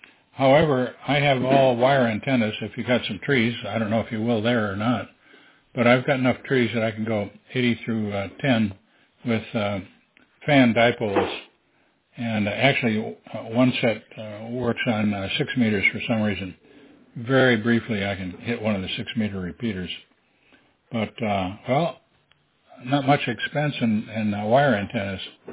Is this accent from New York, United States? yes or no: no; Wisconsin, United States; now in Pennsylvania, United States; we live in Pennsylvania, actually, and we're in Delaware right now, but I grew up in Wisconsin, and that's where my call comes.